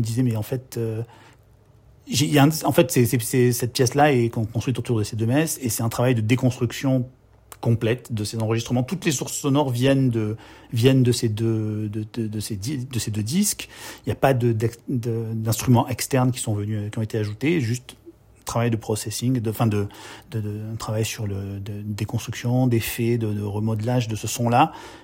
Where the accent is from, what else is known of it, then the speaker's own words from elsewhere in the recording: France; je m'interroge beaucoup en tant que Français, ressortissant d'un pays qui a eu un énorme, immense empire colonial, qui a une histoire coloniale complexe